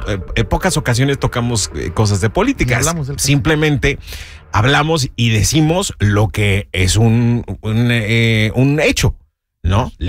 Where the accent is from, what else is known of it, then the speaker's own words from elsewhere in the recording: Mexico; apoyamos a Colombia porque somos hermanos, mexicanos y colombianos